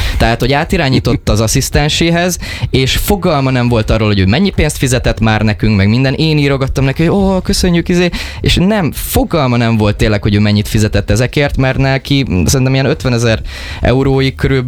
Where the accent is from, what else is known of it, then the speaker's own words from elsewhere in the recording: Hungary; magyarok vagyunk, és nem olaszok